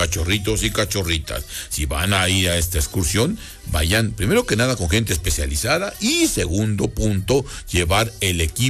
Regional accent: Puebla, Mexico; Ah, bueno, me gusta, ¿no? Además, somos poblanos.

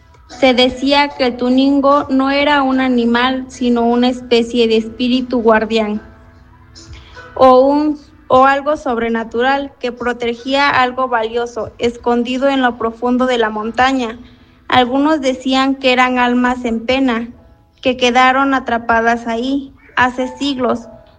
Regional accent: Mexico; soy originaria de Santa Cilia Clavijero, tengo 24 años

